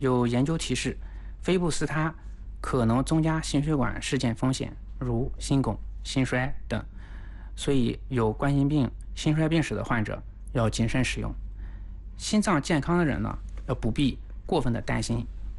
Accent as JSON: {"language": "Chinese", "country": "China"}